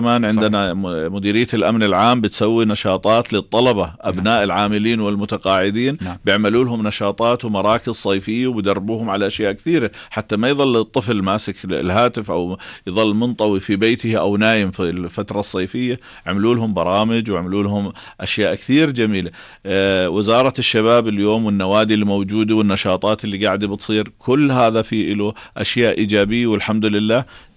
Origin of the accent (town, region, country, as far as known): Jordan